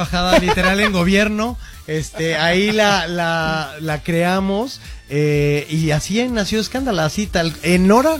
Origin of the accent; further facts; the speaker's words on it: Monterrey, Nuevo León, Mexico; now in Mexico City, Mexico; yo también soy regio